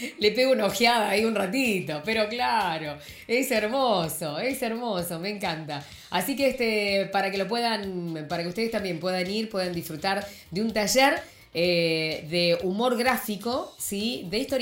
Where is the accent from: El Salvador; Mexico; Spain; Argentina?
Argentina